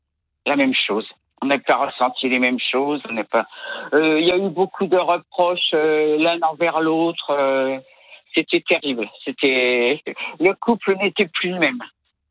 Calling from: Reims, Grand Est, France; Je suis à Reims.

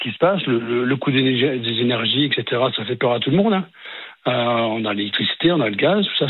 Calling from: Saint-Malo, Brittany, France

